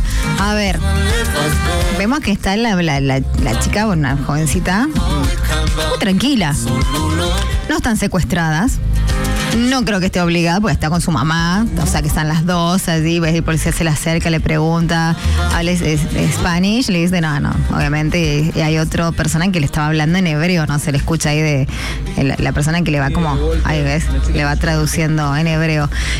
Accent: Argentina

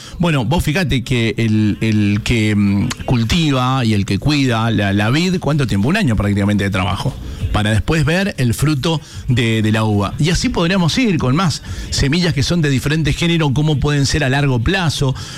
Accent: Mendoza, Argentina; acá como mendocinos

